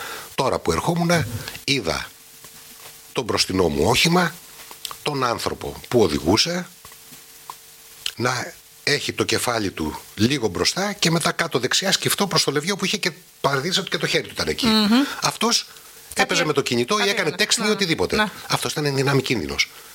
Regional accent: Kavala, Eastern Macedonia and Thrace, Greece; εγώ που είμαι από την Καβάλα

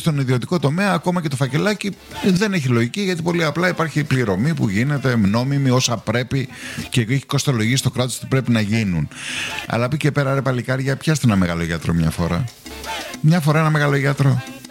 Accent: Greece; την υποκρισία που έχουμε ως Έλληνες.

